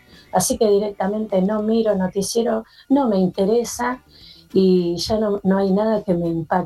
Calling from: González Catán, Buenos Aires Province, Argentina; de González Catán.

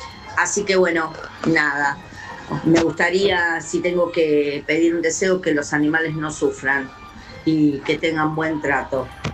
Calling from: Villa Luzuriaga, Buenos Aires Province, Argentina; soy de Villa Luzuriaga.

